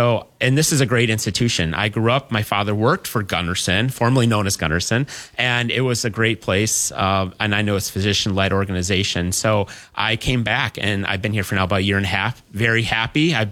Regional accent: Onalaska, Wisconsin, United States; moved away as an adult; also born or lived in Madison, Wisconsin / Cincinnati, Ohio; So I grew up in Onalaska. I moved away.

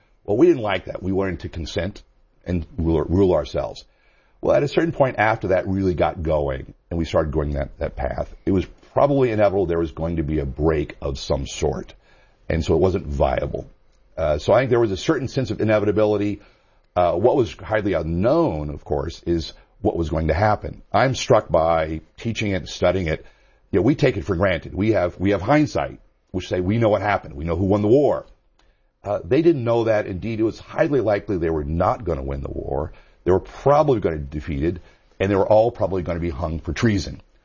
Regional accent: California, United States; California, in the Central Valley of California, which, interestingly enough, has almost no...

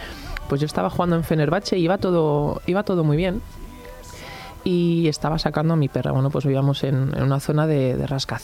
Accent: Cantabria, Spain; moved away as an adult; todos los recuerdos desde pequeña, pues por los valles pasiegos, por Santander

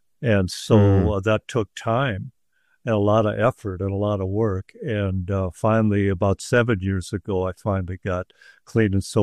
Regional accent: Texas, United States; We're from Texas, you know.

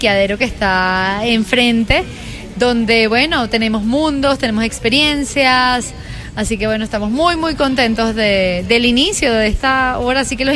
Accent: Caracas, Capital District, Venezuela; now in Bogotá, Colombia; yo soy de Caracas, cerquita. Ajá. A media hora hay playas hermosas de Venezuela.

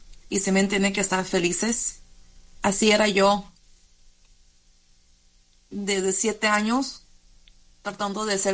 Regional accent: Mexico

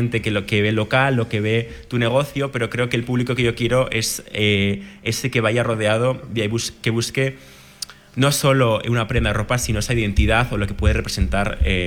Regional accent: Gallipienzo, Navarre, Spain; realizó Querencia, Gallipienzo, como punto de cerrar ese capítulo o punto de partida, depende de cómo se vea. Buscar ese pueblo, volver a amar el pueblo y enseñar, pues, donde yo he crecido, las calles que he crecido

